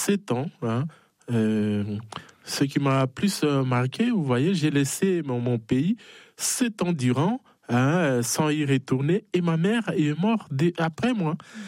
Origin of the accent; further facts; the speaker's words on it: DR Congo; moved away; Moi d'abord, je suis congolais d'origine, de la République démocratique du Congo.